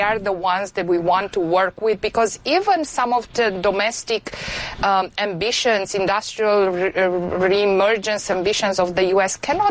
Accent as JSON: {"language": "English", "town": "Oradea", "region": "Bihor County", "country": "Romania", "tie": "born or raised there", "also_born_or_lived": "Timișoara", "second_language": "English"}